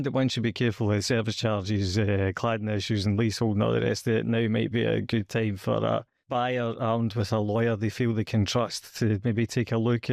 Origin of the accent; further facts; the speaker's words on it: Scotland, United Kingdom; accent: Scottish; as you can tell from my accent, from Scotland